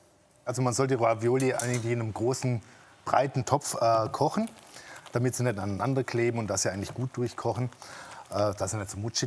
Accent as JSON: {"language": "German", "region": "Baden-Württemberg", "country": "Germany", "said": "Also das ist ja wie bei uns im Schwabenland Maultaschen."}